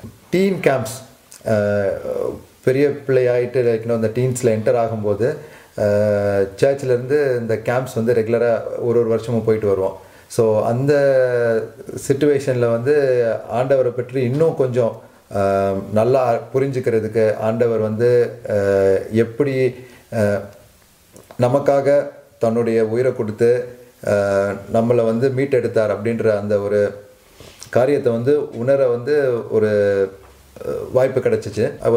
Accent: Chennai, Tamil Nadu, India; born there; போனது எல்லாமே வந்து சென்னையில் தான். கிறிஸ்டியன் ஃபேமிலி, அம்மா அப்பா வந்து டிவோர்ட் கிறிஸ்டியன்ஸ்.

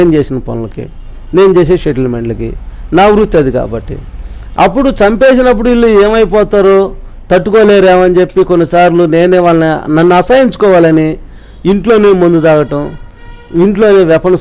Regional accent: Reddipuralu, Andhra Pradesh, India; ట్రాక్టర్లో పొన్నూరు నుంచి 2 కిలోమీటర్లు 4 మా ఊరు రెడ్డిపురాలు

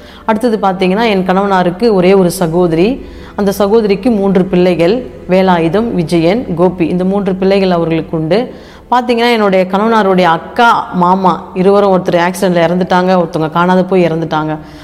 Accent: Chennai, Tamil Nadu, India; moved away as an adult; நான் சென்னையிலே பிறந்து சென்னையிலே வளர்ந்தோம்

